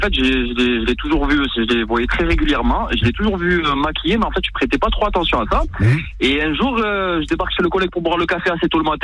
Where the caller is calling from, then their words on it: Marseille, Provence-Alpes-Côte d'Azur, France; je suis à Marseille